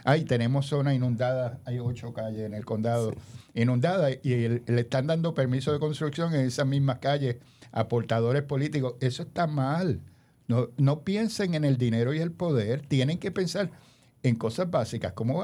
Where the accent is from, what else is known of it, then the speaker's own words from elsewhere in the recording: Puerto Rico; nosotros como puertorriqueños, y mi familia es mayagüezana, yo soy de aquí de pura cepa para los disparateros que dicen que yo no soy puertorriqueño.